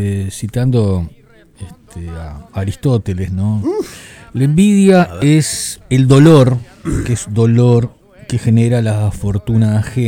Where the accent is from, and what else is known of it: Argentina; now in Uruguay